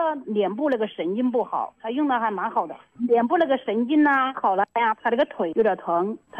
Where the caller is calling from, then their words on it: Xiangyang, Hubei, China; 我是那襄阳的，